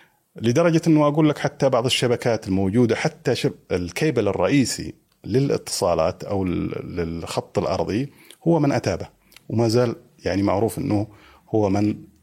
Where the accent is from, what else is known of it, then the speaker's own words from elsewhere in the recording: Saudi Arabia; born there; فطبعا أنا من مواليد السعودية في 1974، لأن والدي كان في تلك الفترة في السعودية